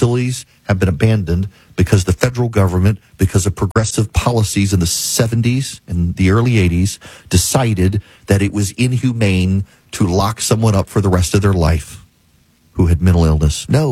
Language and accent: English; Jackson, Louisiana, United States; now in Georgia, United States; I am from Jackson, Louisiana.